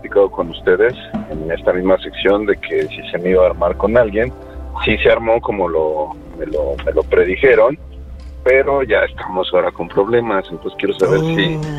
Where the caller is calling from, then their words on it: Mexico City, Mexico; La central de abastos.